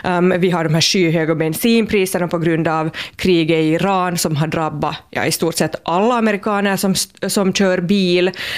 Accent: Finland; moved away as an adult; now in United States; hemma i Finland

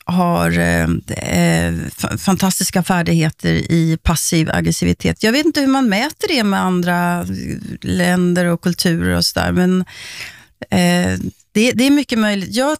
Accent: Sweden

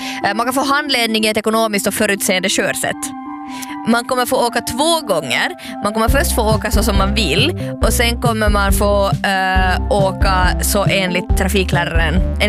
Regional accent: Germany; moved away; jag är ju tysk

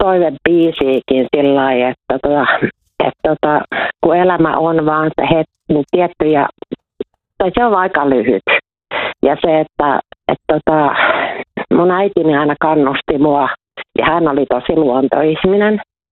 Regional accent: Helsinki, Uusimaa, Finland; vaikka olen helsinkiläinen

